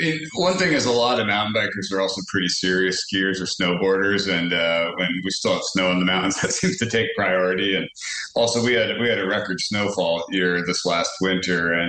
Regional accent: Alaska, United States; I just called him out of the blue and said, hey, I'm from Alaska, and we'd love you to come up here.

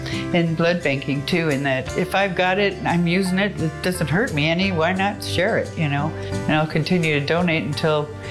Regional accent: Palmer, Alaska, United States; moved away; also born or lived in Oregon; When I grew up in Palmer, we had a walking blood bank, and I never got to donate. When I moved back up to Alaska from Oregon

